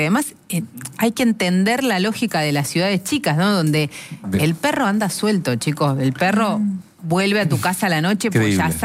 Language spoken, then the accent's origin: Spanish; 9 de Julio, Buenos Aires Province, Argentina; born there; moved away; yo conozco Bolívar porque es al lado de mi pueblo, de 9 de julio, de mi ciudad. Me retan cuando digo pueblo, pero yo lo digo como un elogio.